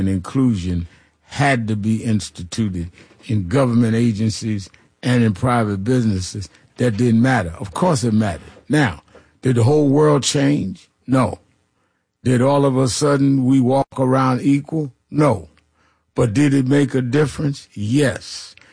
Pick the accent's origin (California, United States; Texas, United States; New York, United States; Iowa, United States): New York, United States; Brooklyn; at the Brownsville Community Baptist Church, Mother Gaston Boulevard in Brooklyn. I'm going home. I grew up in Brownsville. I'm going home, celebrate that anniversary with them.